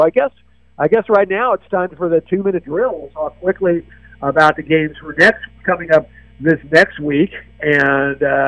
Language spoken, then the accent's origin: English; California, United States; As a Niner fan, beating the Rams, and also as a Californian